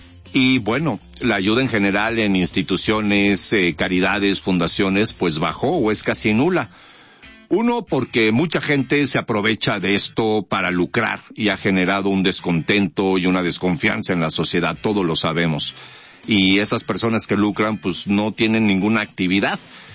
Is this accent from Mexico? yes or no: yes; Mexico; nos caracteriza como mexicanos